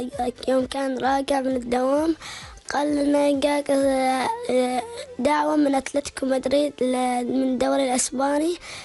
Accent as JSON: {"language": "Arabic", "country": "Oman", "said": "لأن أنا عماني وافتخر."}